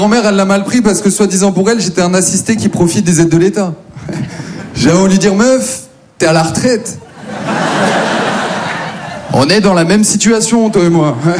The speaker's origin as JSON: {"language": "French", "town": "Maubeuge", "region": "Hauts-de-France", "country": "France", "lives_now": "Paris, France", "said": "Moi, je viens de Maubeuge. Ouais, ça met jamais une bête d'ambiance, ça, t'as vu je... Jamais les gens sont contents, quoi. Non, Maubeuge, c'est une petite ville dans leur Pas-de-Calais, maintenant tout va bien, j'habite à Paris."}